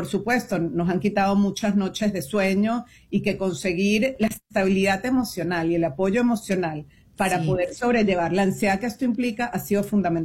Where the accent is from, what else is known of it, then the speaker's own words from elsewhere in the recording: Venezuela; moved away as an adult; now in United States; la situación política en mi país, Venezuela, me hizo migrar y llegar a Estados Unidos con 3 niños menores de edad